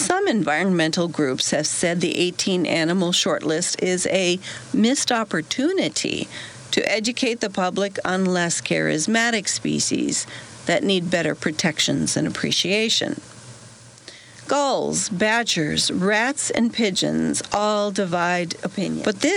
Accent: Largo, Florida, United States; I grew up in Largo, Florida, 4 miles from Clearwater.

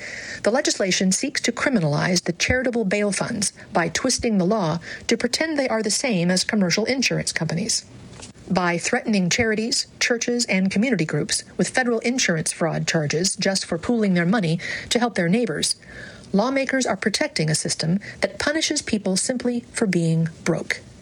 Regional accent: North Carolina, United States; now in New York City, United States; my home state of North Carolina

